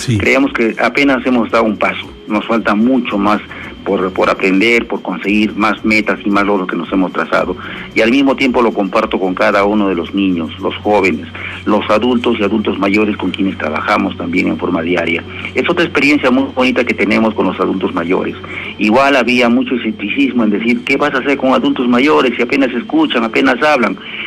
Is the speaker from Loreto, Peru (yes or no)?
no; Arequipa, Peru; Somos muy regionalistas, a veces se admiran cuando dicen ¿por qué los arequipeños tanto aman a su tierra?